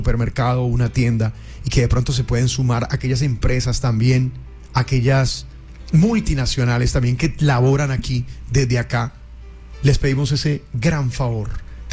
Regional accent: Colombia

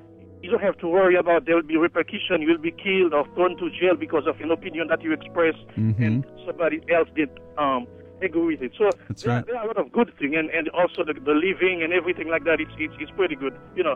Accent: Haiti; now in United States; I'm from Haiti.

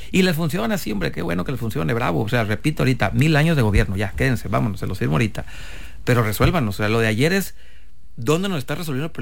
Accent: Mexico; O sea, a mí como mexicano, ¿qué me cambia? Aquí me siguen matando en Sinaloa, me siguen matando igual, siguen cerrando negocios, los sueldos siguen deprimiéndose.

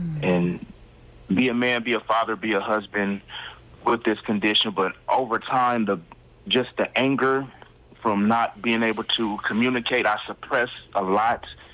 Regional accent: California, United States; I'm from California. I was diagnosed a few years ago back in California.

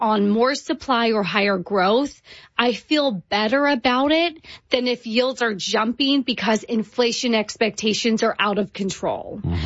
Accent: California, United States; And I'm from California. They use less water than my almond farm.

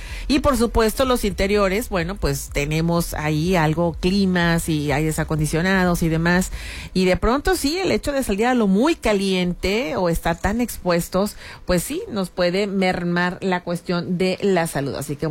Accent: Colima, Mexico; bueno, de allá de donde yo soy, por aquellos rumbos, sobre todo lo que es el occidente, Guadalajara, el Bajío, Colima, bueno, mi Colima del corazón.

